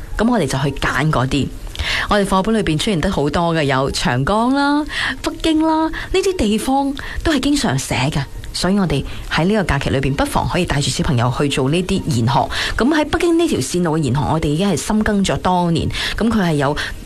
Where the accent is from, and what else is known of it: Guangdong, China